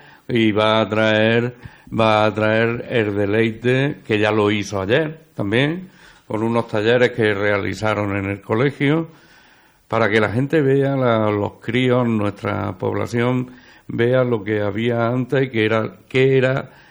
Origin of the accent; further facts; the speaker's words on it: Villanueva de Tapia, Andalusia, Spain; Nosotros somos malagueños, pero nos sentimos cordobeses y un poco también granaínos